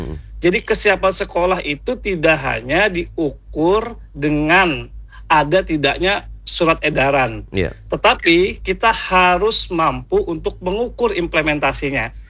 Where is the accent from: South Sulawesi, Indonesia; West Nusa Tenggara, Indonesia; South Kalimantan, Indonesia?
South Kalimantan, Indonesia; Banjarmasin; kita sebagai warga Banjarmasin